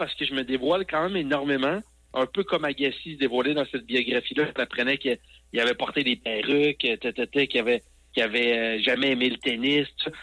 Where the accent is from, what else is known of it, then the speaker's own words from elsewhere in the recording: Quebec City, Quebec, Canada; Je viens de Québec.